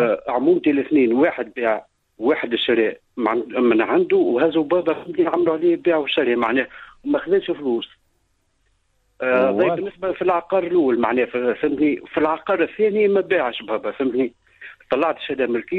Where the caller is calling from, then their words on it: Béja, Tunisia; من البيجه.